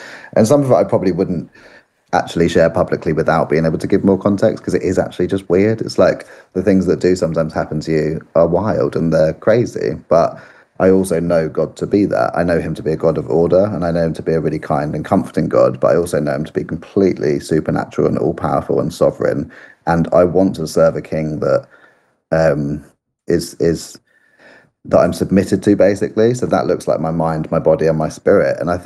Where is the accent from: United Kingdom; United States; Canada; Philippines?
United Kingdom; as a British cultured people